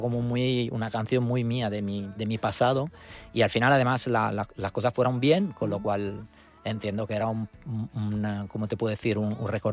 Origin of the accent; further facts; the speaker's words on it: Turin, Piedmont, Italy; Spanish is a second language; moved away; yo soy italiano, de Torino